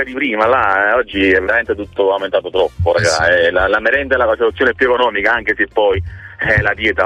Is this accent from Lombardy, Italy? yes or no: no; Naples, Campania, Italy; also born or lived in Portici; now in Pomigliano d'Arco, Italy; Io sono cresciuto a Secondigliano e ho abitato a Portici.